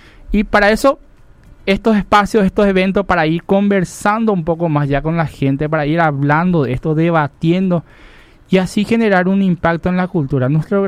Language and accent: Spanish; Paraguay; Somos paraguayos.